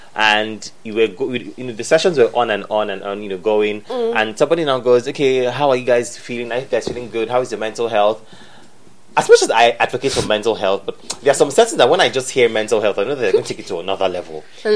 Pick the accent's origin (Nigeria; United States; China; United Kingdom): Nigeria; I'm too Nigerian for that.